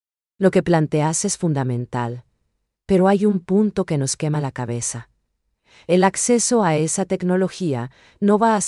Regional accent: Paraguay; esa cercanía que es lo que nos define como paraguayos en el comercio

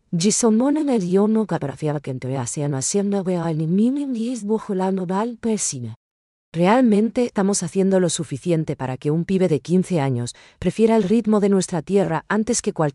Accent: Paraguay; lo que nos hace paraguayos de verdad?

